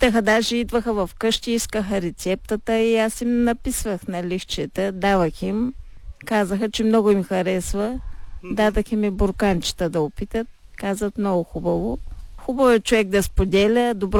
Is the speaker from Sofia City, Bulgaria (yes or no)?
no; Parvomay, Plovdiv Province, Bulgaria; now in Hristo Milevo, Bulgaria; аз съм от Първомай и цял живот оранжерии гледахме